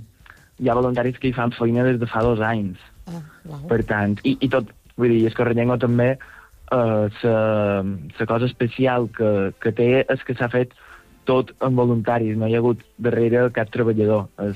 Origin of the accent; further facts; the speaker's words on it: Sa Pobla, Balearic Islands, Spain; Nosaltres, per exemple, ja som de la Pobla